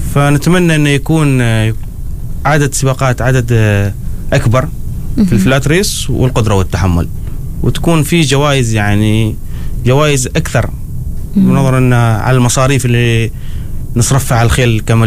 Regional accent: Oman; فالأشياء هذه ما متوفرة يمكن في عندنا في عمان.

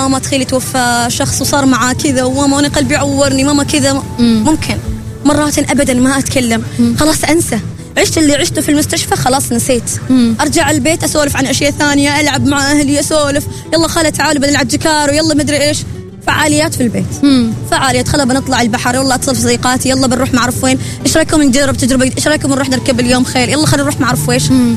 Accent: Oman; مجرد ما يعرفوا أنه أنا خليجية أنا عمانية

